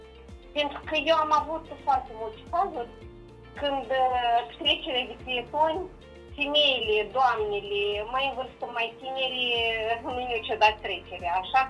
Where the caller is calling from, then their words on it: Chișinău, Moldova; Sunt din Chișinău